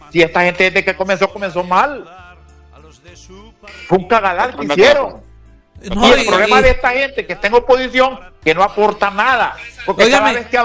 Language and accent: Spanish; Honduras; Yo, como hondureño